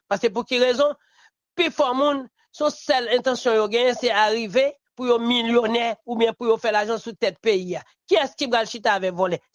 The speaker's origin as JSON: {"language": "French", "country": "Haiti", "said": "Parce que moi-même, je sens que je suis frustré en tant que haïtien."}